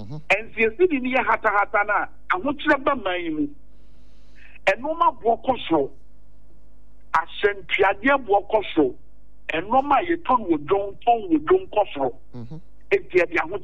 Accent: Ghana; Now, as a Ghanaian and an African

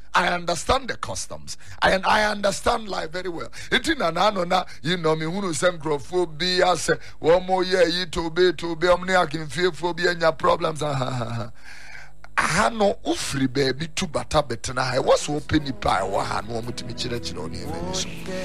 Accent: Accra, Greater Accra, Ghana; I was born in Accra, so I see myself more as a girl than a kwewu person.

